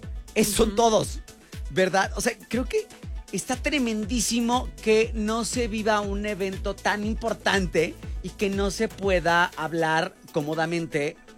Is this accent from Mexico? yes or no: yes; Mexico; la gran energía que tenemos como pueblo mexicano